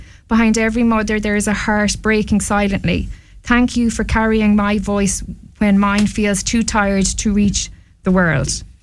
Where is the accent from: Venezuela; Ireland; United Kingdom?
Ireland; born there; The only difference between us is that she was born in Palestine and I was born in Ireland.